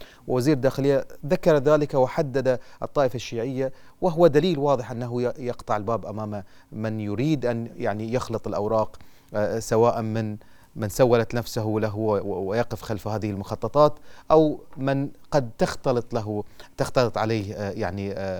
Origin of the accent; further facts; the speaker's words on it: Bahrain; نحن كبحرينيين نعلم جميعا،